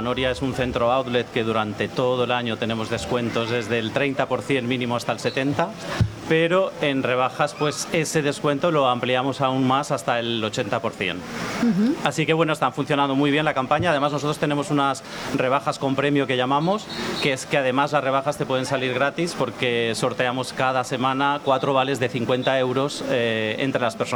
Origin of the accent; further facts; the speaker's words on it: Valencian Community, Spain; now in Murcia, Spain; Yo no soy murciano, soy valenciano